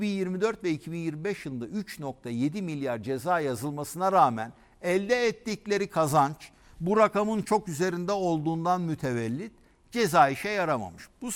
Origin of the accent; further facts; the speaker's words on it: Balıkesir, Turkey; Ben Balıkesirliyim, işte Bandırma'ya giderseniz Banvit falan vardır.